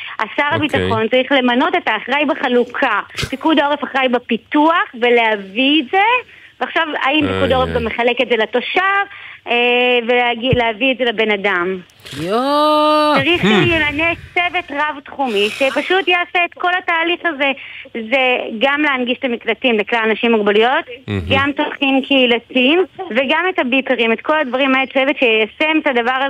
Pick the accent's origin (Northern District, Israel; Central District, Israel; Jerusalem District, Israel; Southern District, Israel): Northern District, Israel; כשאני הייתי ילדה במלחמת המפרץ, גדלתי בצפון